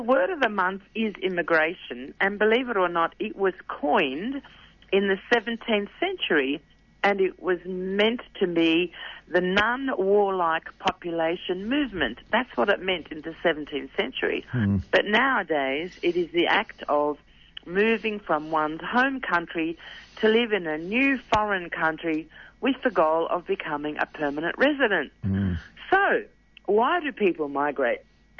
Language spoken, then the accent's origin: English; Sydney, New South Wales, Australia; born there; I was born in Sydney to immigrants